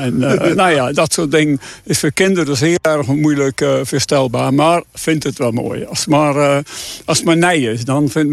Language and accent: Dutch; Netherlands; moved away; Ik ben op Leebroek geboren en getogen.